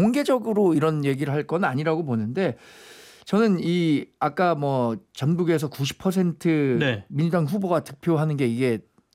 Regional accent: Gyeonggi Province, South Korea; 저는 이제 경기도 출신이니까 어려서부터 왜 이렇게 지역 정치가 공고화될 수밖에 없나 이런 고민을 많이 했는데

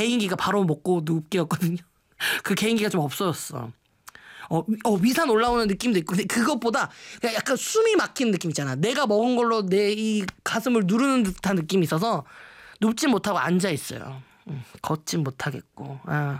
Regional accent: Seoul, South Korea; 제 고향이 면목동이란 말이에요. 제가 송곡여고가 중랑구에 있습니다.

